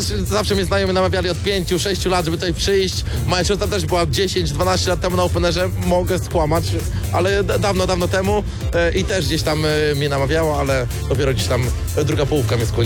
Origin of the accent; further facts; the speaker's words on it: Tricity, Pomeranian Voivodeship, Poland; Tak, dokładnie, jestem też z Trójmiasta, 7 lat już tutaj mieszkam, także ta pogoda nie jest dla mnie żadnym wyzwaniem.